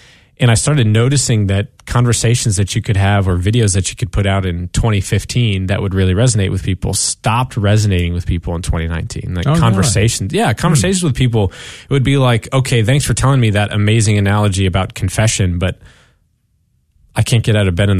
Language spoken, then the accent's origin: English; New Jersey, United States; I grew up in New Jersey. My dad's Jewish. My mom's Episcopalian. So of course, you know, when I became 21, you know, I became Catholic